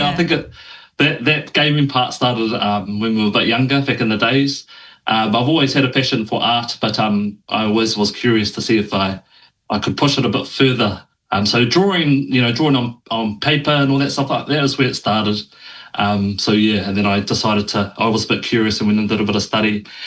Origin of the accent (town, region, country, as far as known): Tauranga, Bay of Plenty, New Zealand; now in Auckland, New Zealand